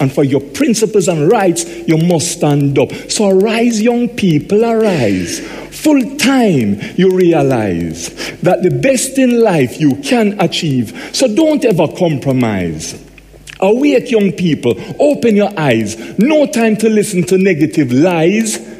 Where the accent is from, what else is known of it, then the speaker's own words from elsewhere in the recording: Jamaica; accent: Jamaican; by now you should be able to work out from my accent that I'm Jamaican. Some of you would have worked it out. As to, you know, I have a very strong accent.